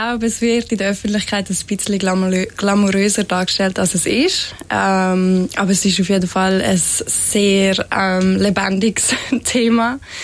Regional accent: Fislisbach, Aargau, Switzerland; Und bin dann, glaube ich, 3 Wochen später in der Schweiz, in meinem Dörfli in Fieslisbach, wo ich aufgewachsen bin

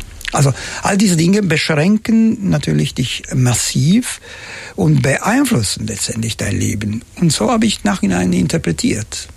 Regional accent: Palermo, Sicily, Italy; German is a second language; Guarda, das Ende der 60er Jahre, ich lebte in Palermo, meine Heimatstadt, und die war natürlich noch nicht so.

